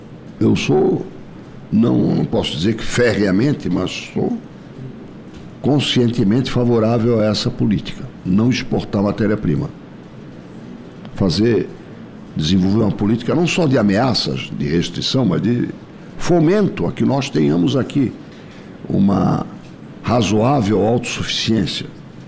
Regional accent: South Region, Brazil; eu sou do sul do Brasil.

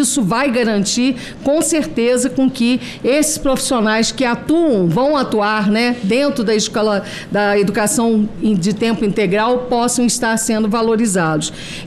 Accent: Campos dos Goytacazes, Rio de Janeiro, Brazil; E nem chuvisco, porque eu sou de Campos, Goitacazes.

